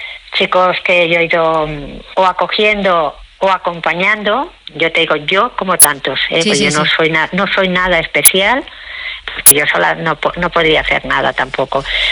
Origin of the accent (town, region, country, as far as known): Badalona, Catalonia, Spain